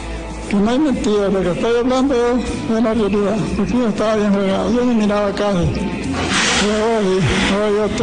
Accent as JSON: {"language": "Spanish", "town": "El Chiflón", "region": "Valle", "country": "Honduras", "said": "De aquí, el Chiflón."}